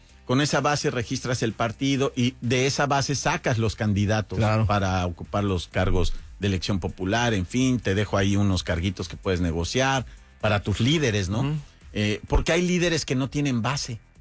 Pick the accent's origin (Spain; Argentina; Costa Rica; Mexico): Mexico; Sin presentar pruebas, pero uno como mexicano dice...